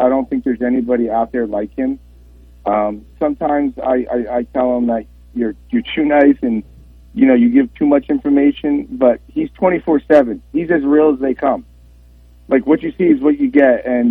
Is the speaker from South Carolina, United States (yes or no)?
no; New York, United States; growing up in New York